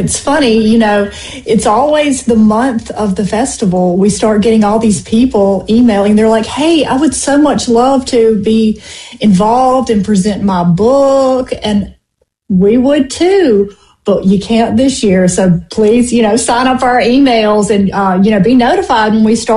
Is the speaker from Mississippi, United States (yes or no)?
yes; Mississippi, United States; I'm from the Mississippi Delta. There's not a whole lot to do.